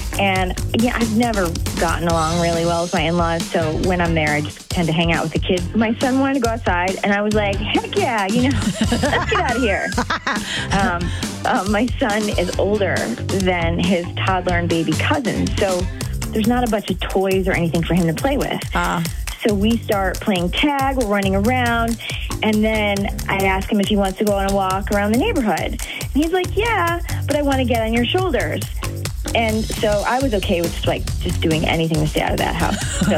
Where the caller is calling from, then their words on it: Madison, United States; I'm from Madison.